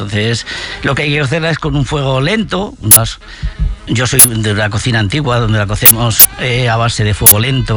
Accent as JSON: {"language": "Spanish", "town": "Mora", "region": "Castilla-La Mancha", "country": "Spain", "said": "yo soy de una zona de Toledo, cerca de toda la zona de Aranjuez, y en la zona de Aranjuez, y bueno, yo soy de Mora, de Toledo exactamente"}